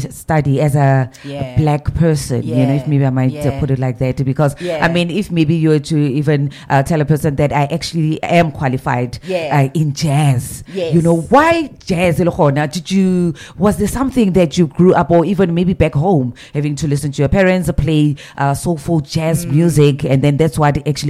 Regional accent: Katlehong, Gauteng, South Africa; Because I'm from Katleho

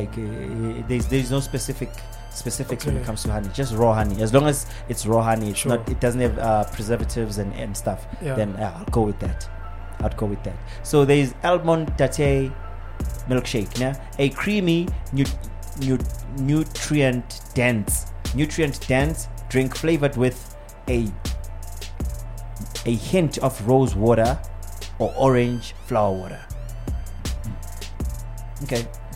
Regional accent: South Africa; I'm only South African

